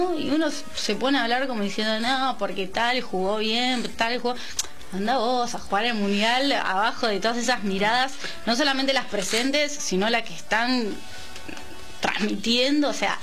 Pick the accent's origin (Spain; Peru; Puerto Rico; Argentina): Argentina; en Argentina estamos unidos